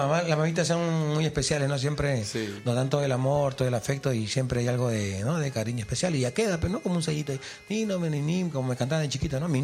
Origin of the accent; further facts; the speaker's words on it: Lima, Peru; Yo estoy del colegio Alpiero, la toda mi niñez. … Entonces, soy de ahí, de Lima.